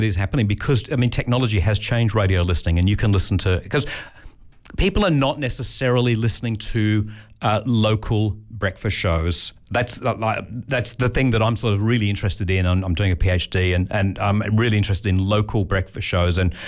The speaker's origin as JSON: {"language": "English", "region": "North West England", "country": "United Kingdom", "accent": "northern English", "said": "Because in the UK, I came from Lancashire in the north. So from up north, we used to talk like that. I had a very strong northern accent."}